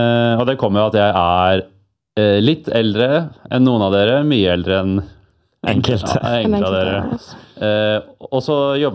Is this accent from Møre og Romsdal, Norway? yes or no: no; Bærum, Akershus, Norway; Jeg er fra Bærum